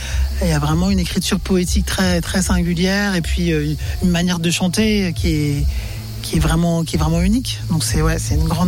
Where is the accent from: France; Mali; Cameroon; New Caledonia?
Cameroon; born there; je suis née au Cameroun et qu'on a été colonisé et par les Français et par les Britanniques, donc on a ces deux langues là dans notre bagage culturel imposé.